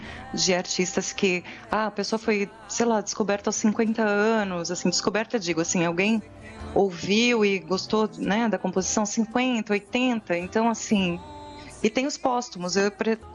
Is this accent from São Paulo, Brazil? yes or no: yes; Santo André, São Paulo, Brazil; moved away as an adult; also born or lived in Los Angeles; now in São Paulo, Brazil; Eu sou do ABC, sou lá de Santo André, e eu me mudei para São Paulo em 2000. E aí o resto da vida é aqui.